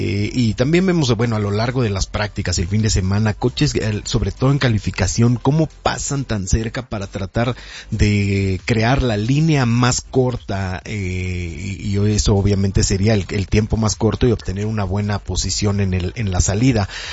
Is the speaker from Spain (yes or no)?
no; Mexico; como mexicanos debemos apoyar